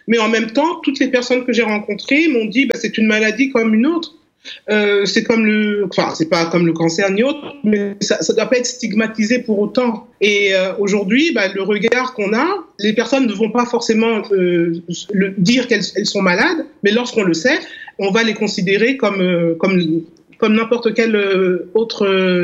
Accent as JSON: {"language": "French", "country": "DR Congo", "said": "Je vois par exemple ici chez nous, en RDC, il y a 80 000 personnes qui bénéficient du traitement"}